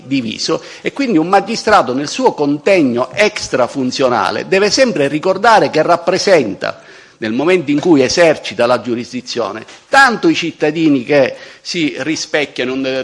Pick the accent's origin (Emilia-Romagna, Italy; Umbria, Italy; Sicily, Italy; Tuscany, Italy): Sicily, Italy; Catania; lo dico da catanese come il consigliere Bisogni